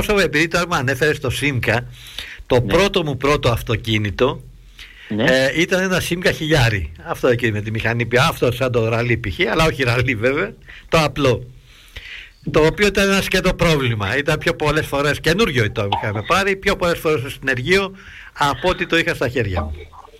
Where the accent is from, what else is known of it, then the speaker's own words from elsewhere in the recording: Mani, Peloponnese, Greece; Εγώ είμαι Πελοποννήσιος, η καταγωγή μου. Εν πάση περιπτώσει.